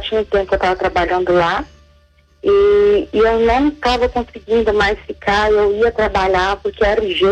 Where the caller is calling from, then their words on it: São José dos Campos, São Paulo, Brazil; Eu falo de São José dos Campos, São Paulo.